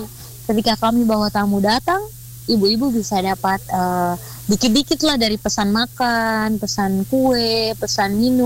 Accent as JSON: {"language": "Indonesian", "town": "Larantuka", "region": "East Nusa Tenggara", "country": "Indonesia", "said": "bukan mutlak orang pesisir seperti kami, setelah kami riset lokal kak di desa kami, di kelurahan kami di Larantuka"}